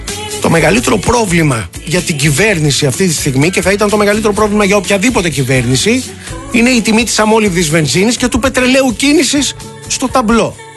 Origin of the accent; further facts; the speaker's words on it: Molaoi, Peloponnese, Greece; Χαΐρι και προκοπή, που λένε και στο χωριό μου στους Μολάους.